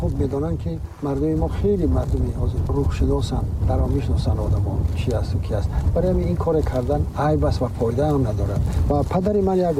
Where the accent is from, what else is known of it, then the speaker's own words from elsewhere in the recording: Kangurt, Khatlon, Tajikistan; moved away; бори дигар ба кангур хуш омадед ба деҳаи ман ба зодгоҳи ман